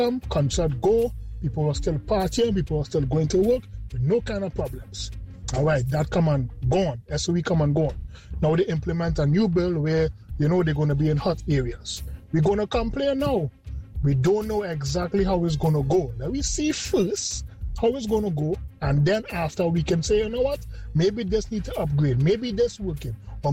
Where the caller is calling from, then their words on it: Trinidad & Tobago